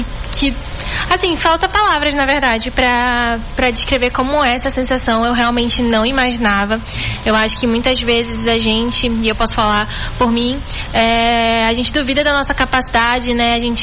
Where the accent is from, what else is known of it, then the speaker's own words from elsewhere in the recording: North Region, Brazil; como uma pessoa do norte, esse é o meu papel, né?